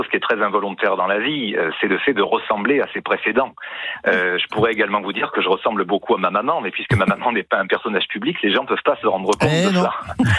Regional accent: Marseille, Provence-Alpes-Côte d'Azur, France; moved away; moi, je suis Marseillais, j'ai grandi à Marseille, j'y ai encore beaucoup d'attaches, et c'est vrai que Marcel étant provençal et moi aussi

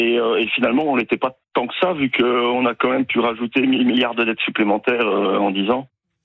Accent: Belgium; now in France; vu que moi, je pourrais probablement toujours pas, vu que je suis belge, mais que je vis en France depuis 10 ans.

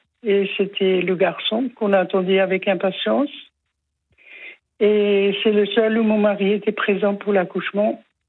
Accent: Strasbourg, Grand Est, France; Alors, nous, on habite à la campagne, enfin, mais je suis originaire de Strasbourg et j'étais chez mes parents.

